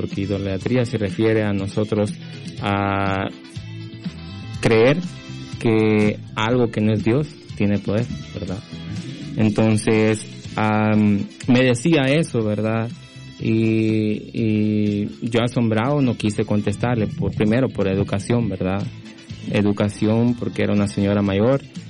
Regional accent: Quiché, Guatemala; moved away; Una vez allá en Guatemala, yo soy originario de Guatemala, del departamento del Quiché.

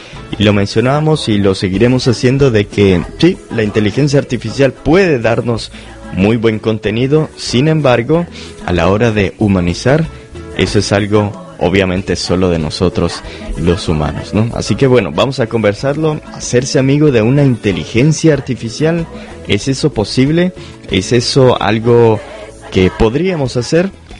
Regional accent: Nicaragua; now in Washington metropolitan area, United States; En lo particular, soy de Nicaragua

